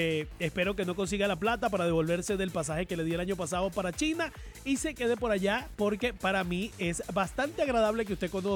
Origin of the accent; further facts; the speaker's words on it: Venezuela; venezolana y latina, pero o no latina, porque no sé si saben que no somos latinos, somos hispanos, o en cierto modo somos venezolanos